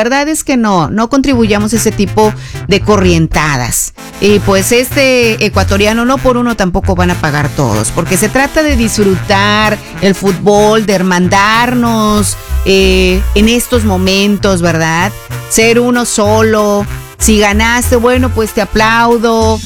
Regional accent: Mexico

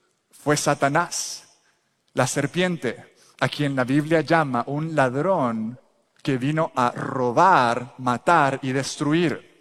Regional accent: El Salvador; Yo me acuerdo que cuando yo crecí en El Salvador

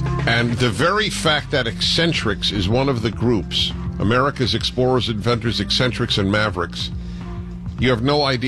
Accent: United States; When you grew up, of course, in the UK, I grew up in the United States.

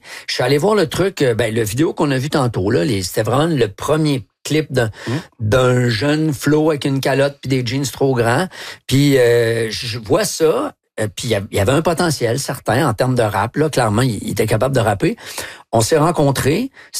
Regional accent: Quebec, Canada; moi, je viens du Québec, mes parents viennent de la Côte-Nord, j'ai des amis de partout dans le monde

